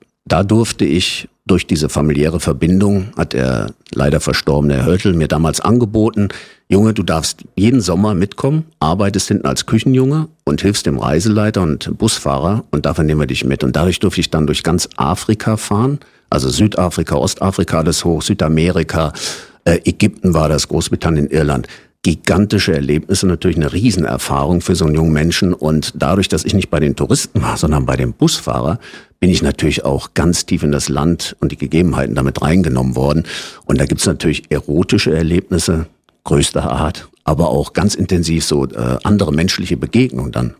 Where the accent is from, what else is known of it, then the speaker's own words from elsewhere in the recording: Germany; Ich habe mich immer geschämt, als Jugendlicher Deutscher zu sein, aufgrund der Geschichte, ja.